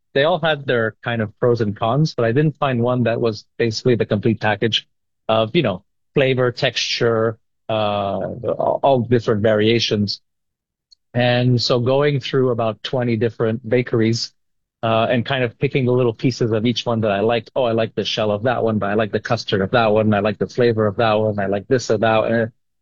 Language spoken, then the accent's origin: English; Montreal, Quebec, Canada; And so starting with the logo of Montreal, so my hometown, is actually the four hearts together.